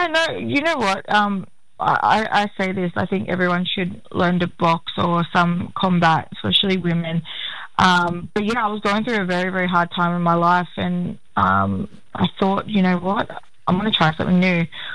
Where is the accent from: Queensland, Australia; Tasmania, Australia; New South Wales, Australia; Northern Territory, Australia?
New South Wales, Australia; Peak Hill; down in Wiradjuri country, I'm from Peak Hill. And … from down that way.